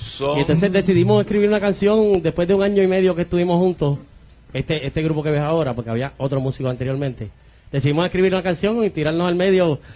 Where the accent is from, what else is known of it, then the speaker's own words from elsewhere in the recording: Hormigueros, Puerto Rico; Yo soy de Hormiguero.